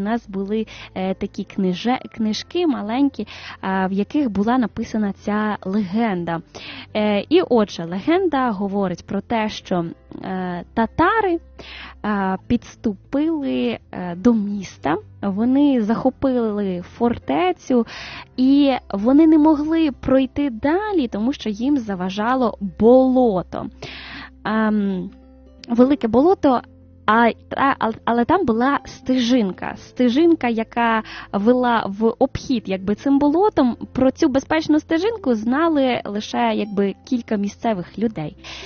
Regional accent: Smila, Cherkasy Oblast, Ukraine; Я не київлянка. З дитинства я народилася в Черкаській області, місто Сміла.

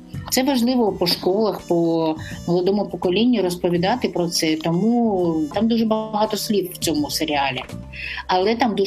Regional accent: Odesa, Odesa Oblast, Ukraine; born there; moved away as an adult; also born or lived in Switzerland; Я і захотіла це робити, тому що я народилася в Одесі.

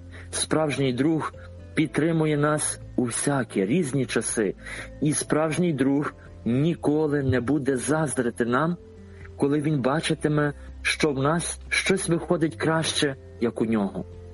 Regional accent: Lviv, Lviv Oblast, Ukraine; Доброго дня, слава Богу … я сам родом з Львова

